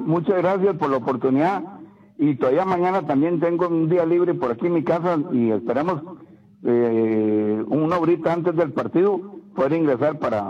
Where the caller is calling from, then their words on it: San José, Costa Rica; Ah, les llamo de la ciudad satélite, Atillo, San José.